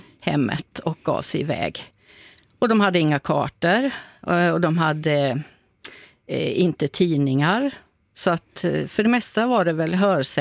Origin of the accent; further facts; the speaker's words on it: Umasjö, Västerbotten County, Sweden; För jag kommer ursprungligen ifrån södra Lappland, ifrån en liten by som heter Umasjö, som ligger mellan Tärnaby och norska gränsen, kan man säga. Och där är min mamma uppväxt, och där var mina morföräldrar fjällbönder i början på 1900-talet.